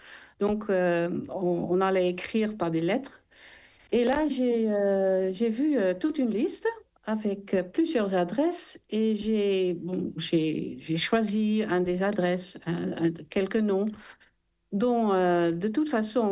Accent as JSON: {"language": "French", "country": "Netherlands", "second_language": "French", "lives_now": "France", "said": "Oui, je suis néerlandaise."}